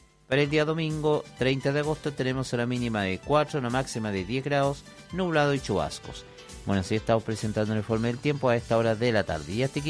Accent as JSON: {"language": "Spanish", "town": "Hualaihué", "region": "Los Lagos", "country": "Chile", "said": "finalmente somos chilenos, como todos, especialmente en la comuna de Gualaihue."}